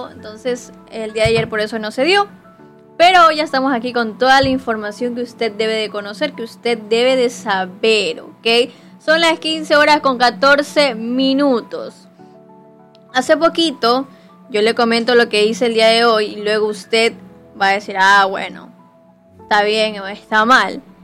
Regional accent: Ecuador

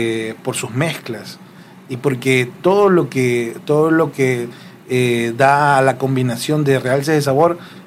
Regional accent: Ecuador; soy ecuatoriano

